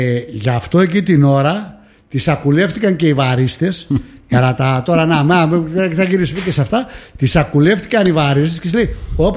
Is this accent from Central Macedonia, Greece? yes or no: yes; Thessaloniki, Central Macedonia, Greece; accent: Thessaloniki; θα καταλάβουν ότι είμαι από Θεσσαλονίκη με την προφορά, με καταλαβαίνουν με τη μία στην Αθήνα.